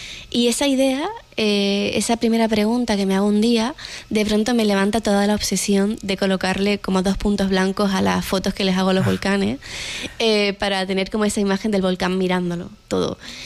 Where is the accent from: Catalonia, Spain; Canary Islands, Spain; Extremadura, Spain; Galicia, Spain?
Canary Islands, Spain; moved away as an adult; also born or lived in Madrid; 9 años fuera y regresar al lugar de donde naciste y creciste, creo que siempre lleva como una reconciliación.